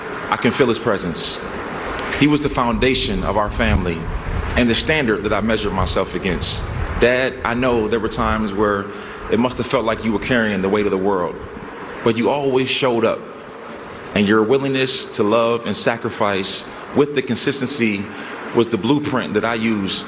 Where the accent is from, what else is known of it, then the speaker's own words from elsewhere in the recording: Minneapolis, Minnesota, United States; Chris, who I idolized as a kid growing up in Minneapolis.